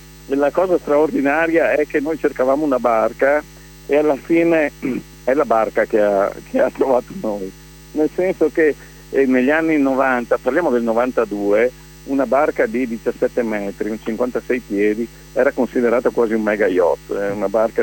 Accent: Padua, Veneto, Italy; Noi siamo di Padova e siamo tornati a navigare in questo fantastico Adriatico

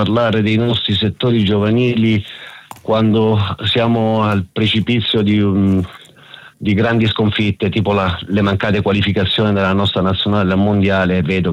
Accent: Taranto, Apulia, Italy; la mia città natale Taranto

